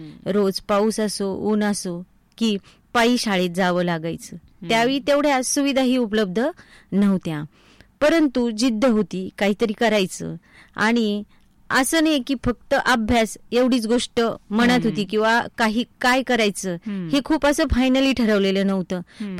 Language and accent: Marathi; Walki, Maharashtra, India; माझा जन्म वाळकी या छोट्याशा गावामध्ये झाला। तर माझा जन्म झाला ते कुटुंब शेतकरी कुटुंब आणि मध्यमवर्गीय कुटुंब होतं।